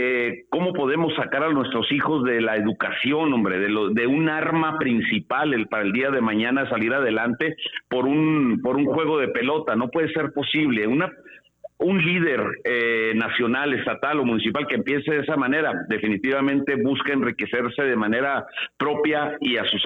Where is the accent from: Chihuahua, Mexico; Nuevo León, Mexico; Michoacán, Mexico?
Chihuahua, Mexico; Delicias; now in Ciudad Camargo, Mexico; acá de donde soy originario, de la ciudad de Delicias, en un ejido vivíamos